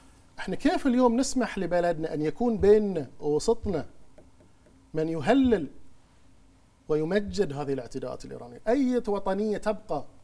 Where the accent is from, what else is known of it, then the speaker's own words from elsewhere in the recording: Bahrain; كلنا كبحرينيين